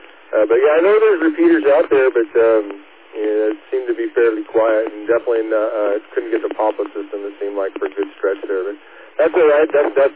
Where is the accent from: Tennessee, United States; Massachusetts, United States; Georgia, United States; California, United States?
California, United States; Blythe; I'm a fairly new ham, and I'm from Blythe